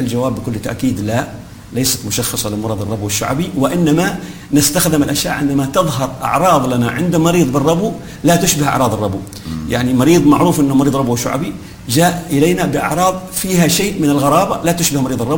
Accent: Hadhramaut, Yemen; accent: Hadhrami; أو خلينا نتكلم بالدارجة الحضرمية، عنيطة.

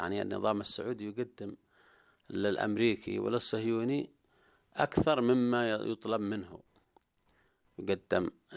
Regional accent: Yemen; نحن كشعب يمني

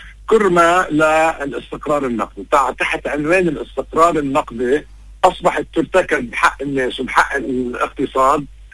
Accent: Lebanon; نحن اليوم كلبنانيين

